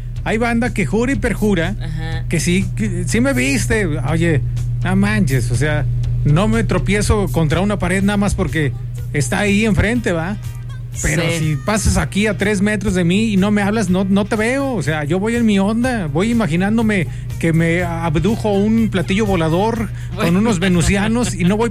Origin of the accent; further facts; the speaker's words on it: San Luis Potosí, Mexico; Somos muy incrédulos los potosinos